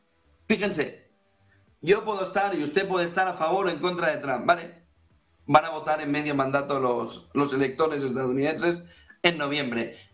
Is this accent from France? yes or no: no; Spain; nos habría tomado el pelo a todos los españoles